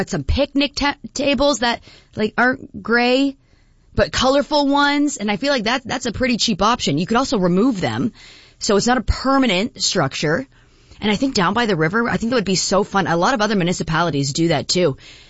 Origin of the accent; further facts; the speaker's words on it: Canada; We're Canadian. We love anything hockey.